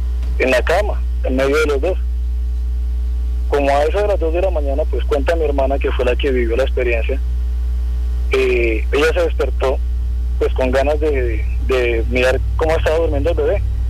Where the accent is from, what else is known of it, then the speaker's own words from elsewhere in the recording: Barranquilla, Atlántico, Colombia; now in Bogotá, Colombia; Sobre una casa que, donde viví hace mucho tiempo en Barranquilla. Ya hace 8 años me vine desde mi ciudad de Barranquilla para acá, para Bogotá.